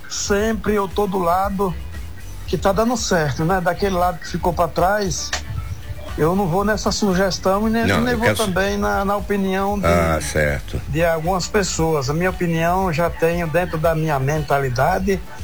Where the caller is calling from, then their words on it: Brazil; sou daqui da Pedra.